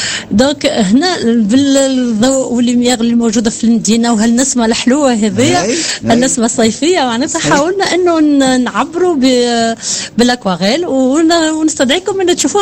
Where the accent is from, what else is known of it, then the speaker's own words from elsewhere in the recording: Sfax, Sfax Governorate, Tunisia; ترعرعت في مدينة صفاقس